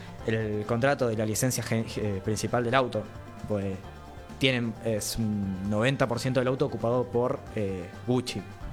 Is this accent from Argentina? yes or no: yes; Argentina